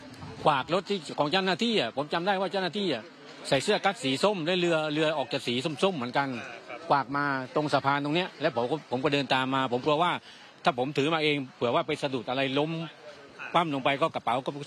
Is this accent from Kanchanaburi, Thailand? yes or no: no; Bangkok, Thailand; ผมมาโตที่กรุงเทพนะผมเรียนที่กรุงเทพ